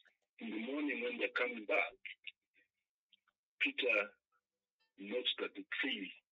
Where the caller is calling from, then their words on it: Ndola, Copperbelt, Zambia; I'm calling from Ndola.